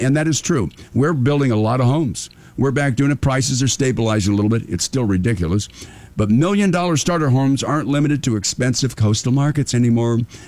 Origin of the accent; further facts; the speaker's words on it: Wyoming, United States; now in Sacramento, United States; Even my home state of Wyoming